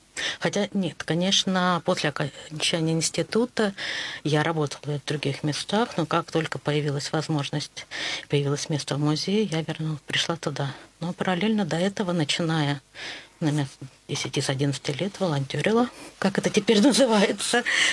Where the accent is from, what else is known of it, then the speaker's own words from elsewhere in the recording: Rozhdestveno, Leningrad Oblast, Russia; Находится в селе Рождественное, которое является и моей малой родиной.